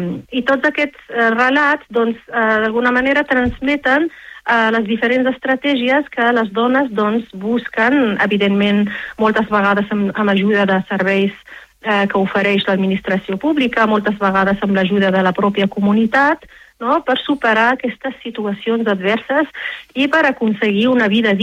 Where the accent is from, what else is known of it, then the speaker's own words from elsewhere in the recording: Rif, Morocco; de la cultura amazic, de la llengua amazic, del Rif, que és el meu poble d'origen, no?